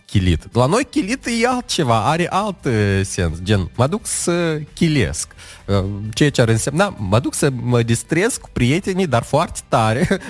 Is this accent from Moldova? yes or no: yes; Moldova; înseamnă că sunt din Republica Moldova.